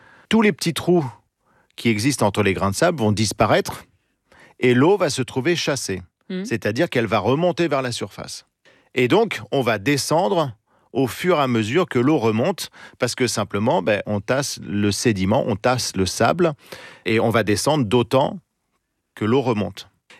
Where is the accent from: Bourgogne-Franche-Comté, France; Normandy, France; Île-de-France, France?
Normandy, France; je suis normand